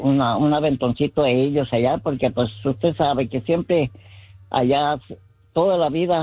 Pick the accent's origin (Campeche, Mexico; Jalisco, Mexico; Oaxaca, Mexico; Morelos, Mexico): Jalisco, Mexico; Casimiro Castillo; moved away as an adult; Mire, yo soy del estado de Jalisco, de Casimiro Castillo, Jalisco.